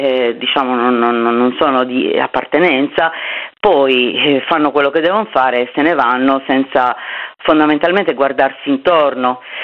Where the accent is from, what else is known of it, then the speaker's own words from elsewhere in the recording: Sardinia, Italy; now in Bonorva, Italy; Io sono arrivata 6 anni fa, non sono nativa di questi luoghi, sono sarda ma non sono di Bonorva, non sono del Meilugu